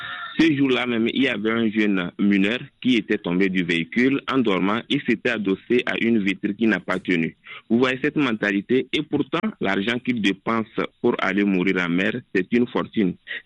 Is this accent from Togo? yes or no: yes; Togo; now in Ziguinchor, Senegal; Effectivement, je suis togolais, c'est pourquoi je passe un coucou à tous les togolais qui nous suivent.